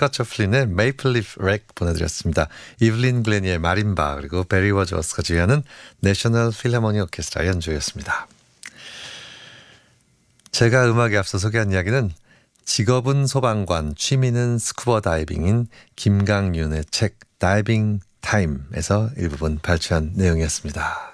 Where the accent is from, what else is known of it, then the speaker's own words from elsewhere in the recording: Seoul, South Korea; 제가 청담동에서 자랐는데요. 지금의 청담동을 생각하시면 상상이 안 되겠지만 그때는 길만 건너 삼성동 쪽으로 가면 빈 공터도 있고 논밭도 있고 그랬거든요.